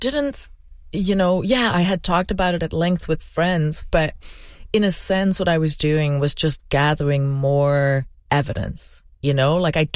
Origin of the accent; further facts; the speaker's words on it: Belgium; English is a second language; moved away as an adult; now in United States; I'm from Belgium. I'd moved to the U.S. for David, and I felt so untethered, and the questions were so big all of a sudden.